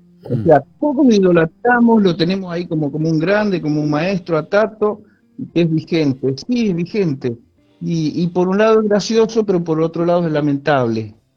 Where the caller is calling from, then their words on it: Zárate, Buenos Aires Province, Argentina; de Zárate.